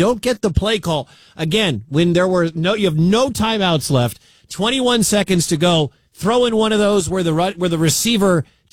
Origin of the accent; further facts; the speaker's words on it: Detroit, Michigan, United States; Yeah, well, I'm from Detroit. I root for Michigan.